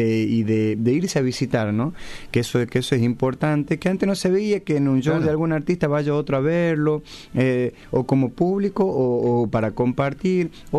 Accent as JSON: {"language": "Spanish", "region": "Salta", "country": "Argentina", "tie": "born or raised there", "said": "yo soy salteño, nacido y criado en Salta Capital"}